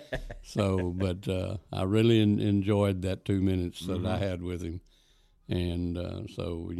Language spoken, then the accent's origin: English; Lubbock, Texas, United States; no, I'm from Texas. And he said, no doubt your accent confirms that. Where are you from? Lubbock.